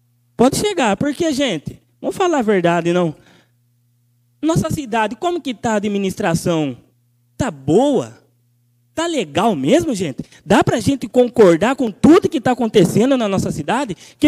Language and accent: Portuguese; Igaraçu, Brazil; Nós nascemos aqui em Igaraçu e vivemos sempre